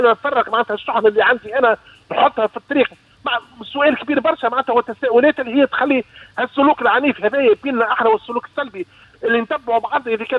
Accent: Tunisia; نحن كتابع تونسي

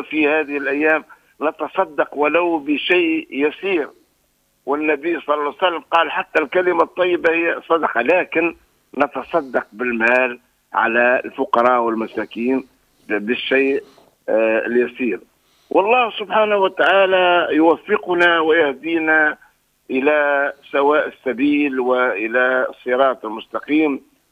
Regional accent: Tunisia; اللهم يا ربي اجعل بلادنا تونس وسائر بلاد المسلمين آمينة هنيئة

